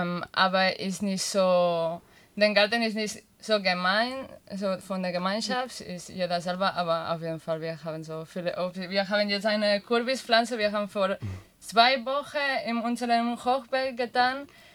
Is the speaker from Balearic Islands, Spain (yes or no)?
no; Catalonia, Spain; German is a second language; das kommt jetzt der Wort nicht, ich bin aus Katalonien, sorry.